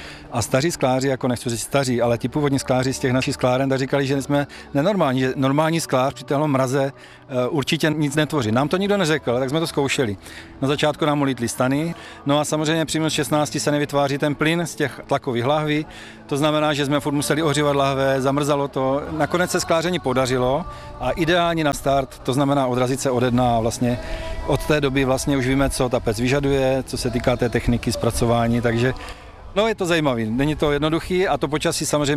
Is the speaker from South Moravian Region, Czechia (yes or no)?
no; Rapotín, Olomouc Region, Czechia; pocházím z Rapotina, tady kousíček, no a jsem přistěhovalec